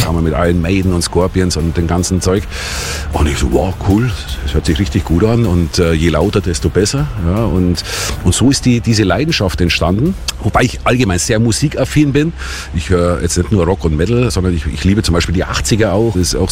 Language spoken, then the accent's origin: German; Bavaria, Germany; ich bin in Bayern aufgewachsen.